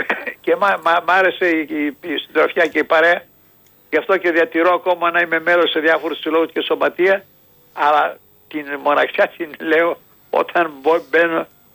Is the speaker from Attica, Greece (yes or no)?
yes; Athens, Attica, Greece; moved away as an adult; now in Kavala, Greece; το σπίτι μου, η οικογένειά μου, η δική μου είναι στην Αθήνα. Είμαι Αθηναίος. Εκεί νιώθω την Αθήνα, την νιώθω σπίτι μου